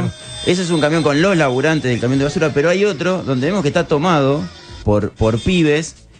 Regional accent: Berazategui, Buenos Aires Province, Argentina; born there; yo lo hacía de chico en Berazategui

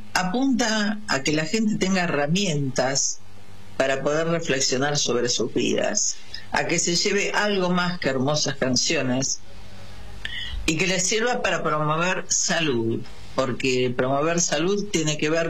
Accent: Argentina

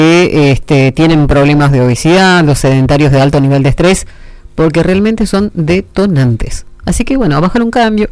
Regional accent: Argentina; tan pasionales como somos los argentinos

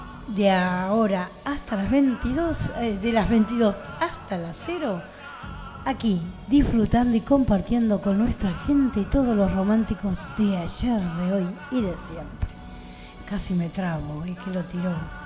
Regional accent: María Ignacia, Buenos Aires Province, Argentina; now in Tandil, Argentina; mi pueblo natal, de María Ignacia

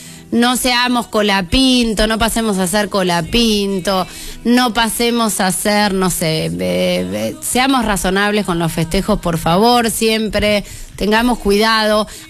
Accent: Argentina; como somos los argentinos

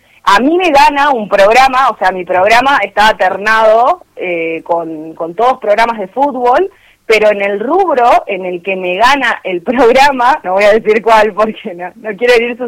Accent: Salta, Argentina; nos pasa a nosotros en Salta.

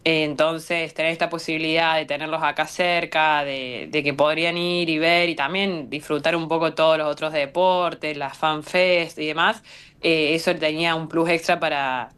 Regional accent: Río Cuarto, Córdoba, Argentina; yo soy de Río Cuarto, de Córdoba

